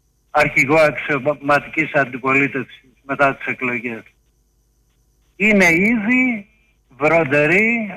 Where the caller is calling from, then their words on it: Greece; εγώ σαν Έλληνας